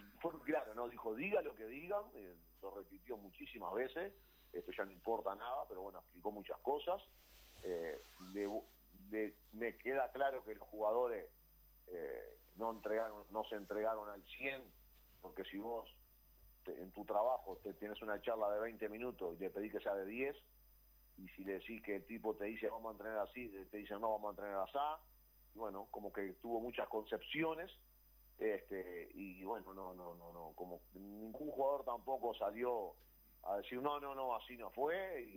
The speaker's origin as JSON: {"language": "Spanish", "country": "Uruguay", "said": "nosotros como uruguayos"}